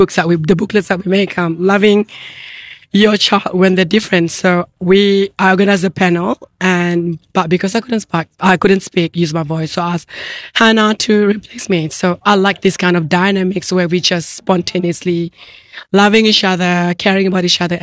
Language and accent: English; Malaysia; And it's so close to my heart because I'm from Malaysia too.